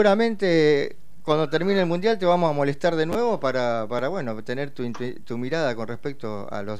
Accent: Argentina

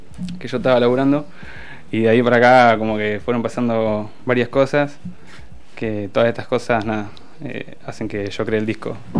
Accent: Pila, Buenos Aires Province, Argentina; moved away as an adult; now in La Plata, Argentina; En Pila, que es mi pueblo, es un pueblo muy.

